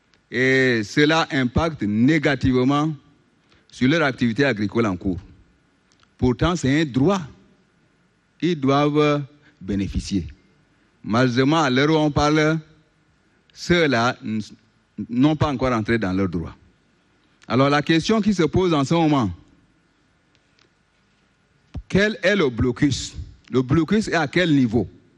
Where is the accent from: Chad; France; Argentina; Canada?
Chad; chez nous au Tchad